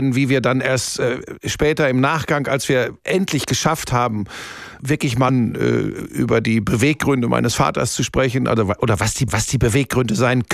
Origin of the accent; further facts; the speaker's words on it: Hagen, North Rhine-Westphalia, Germany; also born or lived in Bottrop; now in Munich, Germany; Ja, ich bin geboren in Bottrop. Das ist wirklich, das ist ja Inbegriff des Ruhrgebiets. Bin dann aufgewachsen in Hagen. Das ist so zum Sauerland, ja, Ruhrgebiet.